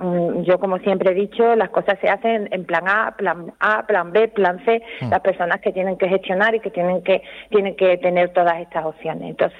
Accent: Puerto Real, Andalusia, Spain; todos los que somos de Puerto Real, que lo hemos vivido

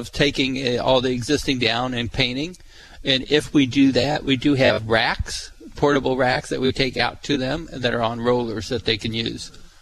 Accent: Springfield, Illinois, United States; Grew up on Route 66 on South Dirksen Parkway.

